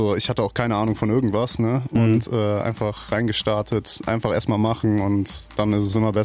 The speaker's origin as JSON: {"language": "German", "region": "North Rhine-Westphalia", "country": "Germany", "moved": "as an adult", "lives_now": "Northern Germany", "said": "Ich komme eigentlich aus NRW, bin irgendwann wegen Studium halt nach Norddeutschland gezogen"}